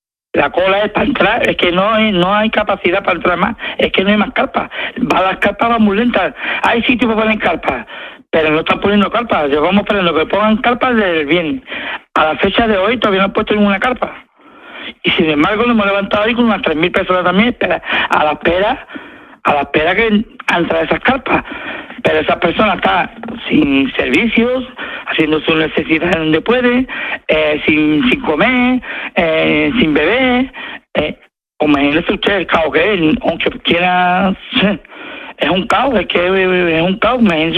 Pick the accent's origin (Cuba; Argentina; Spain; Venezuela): Spain; born there